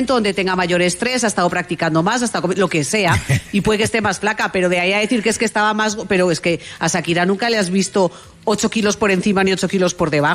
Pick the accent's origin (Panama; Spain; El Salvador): Spain; Acuérdate cómo somos las españolas